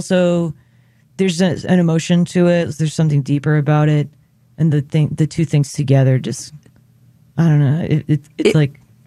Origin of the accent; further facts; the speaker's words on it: New York, United States; No, I'm from Long Island.